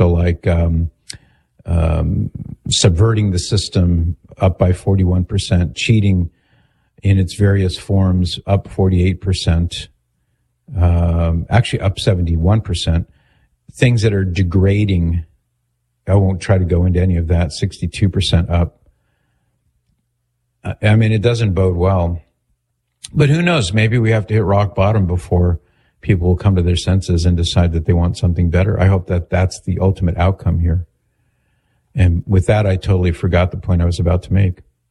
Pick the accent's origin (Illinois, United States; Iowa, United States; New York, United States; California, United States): California, United States; This is when I grew up in Southern California.